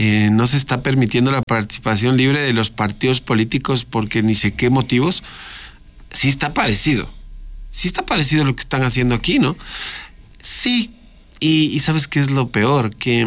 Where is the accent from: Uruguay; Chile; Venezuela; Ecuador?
Ecuador